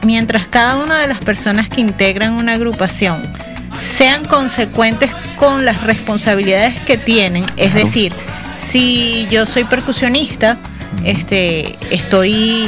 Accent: Caracas, Capital District, Venezuela; los caraqueños somos otra marca.

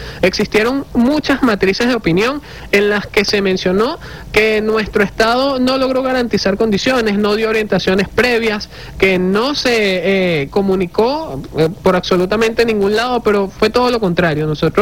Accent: Venezuela; porque precisamente eso somos los venezolanos y nuestro eslogan en este momento es que Venezuela renace toda.

